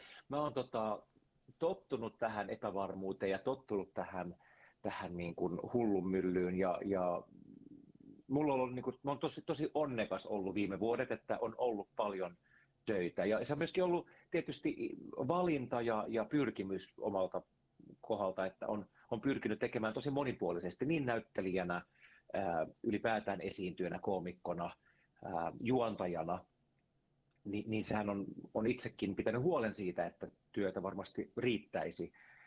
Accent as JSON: {"language": "Finnish", "town": "Siuntio", "region": "Uusimaa", "country": "Finland", "tie": "born or raised there", "said": "täällä Siuntiossa, omakotitalossa, mun niin kuin juurien kotikunnassa, täältä mä oon kotoisin."}